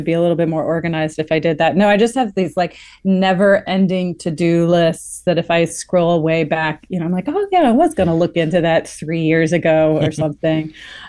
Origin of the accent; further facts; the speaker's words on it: East Coast, United States; moved away as an adult; now in Texas, United States; I've spent most of my career living in Texas, although I'm from the East Coast